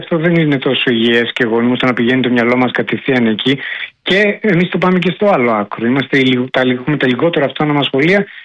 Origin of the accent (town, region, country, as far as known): Greece